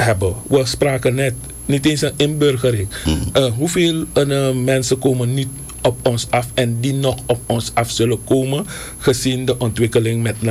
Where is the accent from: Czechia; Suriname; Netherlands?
Suriname; om ons als Surinamer, als land en volk.